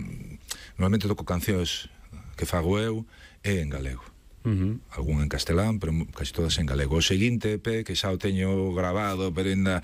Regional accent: Vigo, Galicia, Spain; Eu, a verdad que son de aldea. Me criei en Vigo, me criei na cidade, pero xa non me van as cidades.

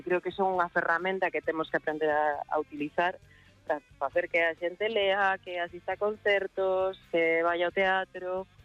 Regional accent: Galicia, Spain; now in Madrid, Spain; Eu son super galega. A verdade é que aínda que vivo en Madrid, cada vez estou máis en Galicia, sempre estou cun pé na casa.

